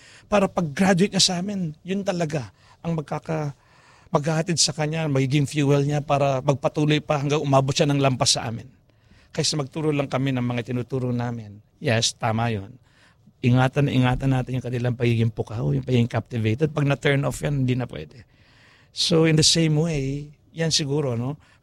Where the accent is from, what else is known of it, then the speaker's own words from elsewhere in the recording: Central Luzon, Philippines; kung ano man ang probinsya mo, ako taga-Tarlac ako, nagkakapangbangan ako, nag-Ilocano ako.